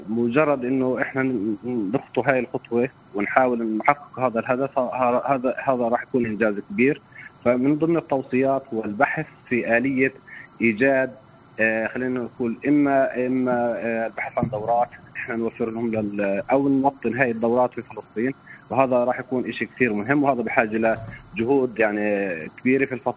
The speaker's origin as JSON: {"language": "Arabic", "country": "Palestine", "said": "عندنا في فلسطين"}